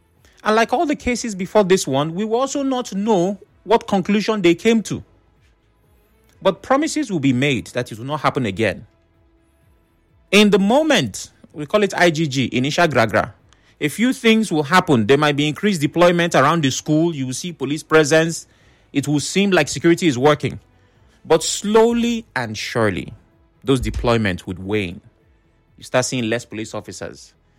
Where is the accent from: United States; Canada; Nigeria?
Nigeria; being Nigerian